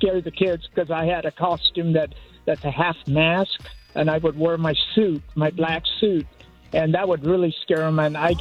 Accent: National City, California, United States; I grew up in National City

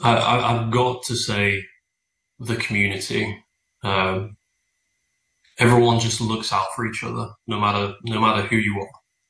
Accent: England, United Kingdom; now in United States; becoming a US citizen, because I'm more patriotic to the US, and funnily enough, I'm more patriotic to my home country, is you're not allowed to fly the Union Jack or the England flag

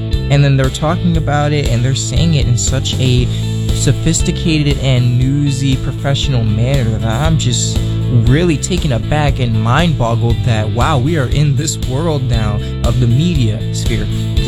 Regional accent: California, United States; So firstly, you know, I'm from California, so I'm like, what is Hanover Park?

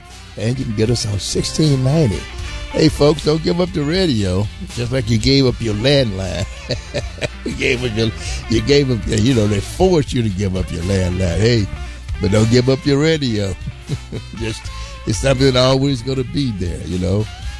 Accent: United States; Hey, I'm an American black man, and very, very proud of it.

